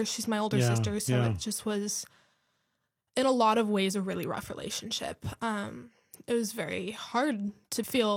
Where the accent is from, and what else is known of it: Bend, Oregon, United States; born or raised there